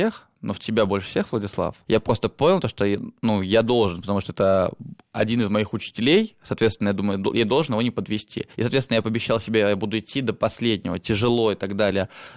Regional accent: Sebezh, Pskov Oblast, Russia; Я говорю, я Себеж, соответственно, да.

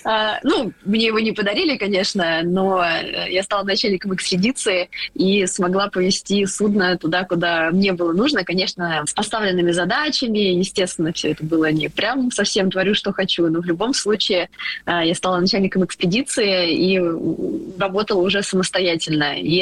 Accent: Moscow, Russia; Я из Москвы.

